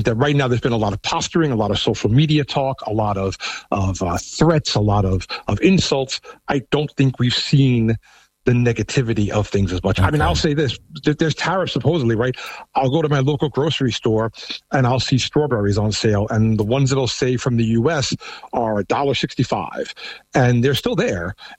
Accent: New York, United States; accent: New York; I said, no, I'm from New York. And the first question I'll get here is, oh, are you a Trumper? And I'll say, well, I moved here willingly.

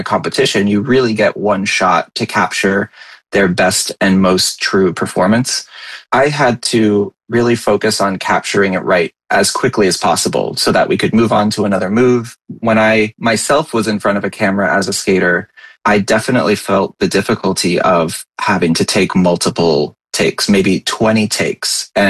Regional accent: Los Angeles, California, United States; I grew up in Los Angeles. That's where I started to skate.

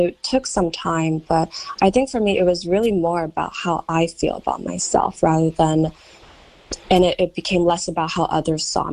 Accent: San Francisco, California, United States; born there; also born or lived in China; I am Chinese American. I was born in San Francisco. Then I lived in China for the first few years of my life. I was raised by grandparents, and then I was brought back to the U.S., I think around age 4 or 5.

